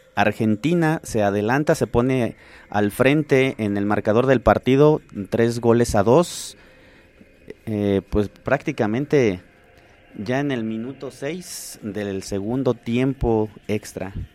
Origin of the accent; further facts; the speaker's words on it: Mexico; Somos mexicanos